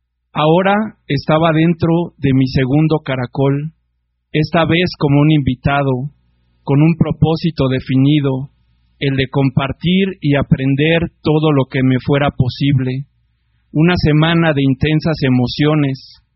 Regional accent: Iztapalapa, Mexico City, Mexico; pues venimos de una comunidad de Iztapalapa que se llama Xochitlanesi

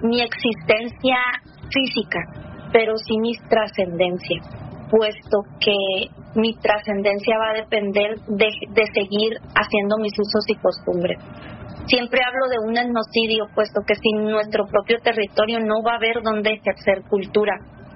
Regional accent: Sinaloa, Mexico; la subsistencia que hemos tenido los mayos yoremes

